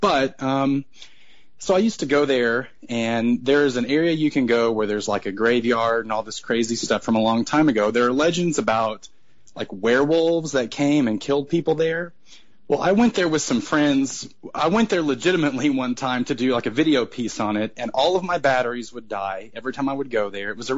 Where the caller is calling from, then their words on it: Oklahoma, United States; I'm calling from Oklahoma